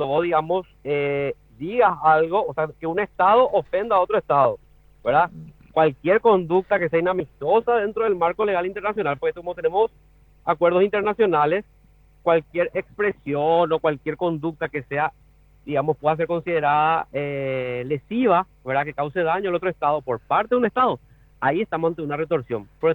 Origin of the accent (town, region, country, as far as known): Paraguay